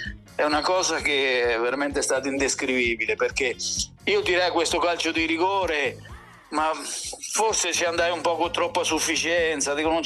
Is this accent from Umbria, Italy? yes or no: yes; Foligno, Umbria, Italy; sono stato 2 anni a giocare dalle mie parti qui a Foligno in C2, però io avevo 33 anni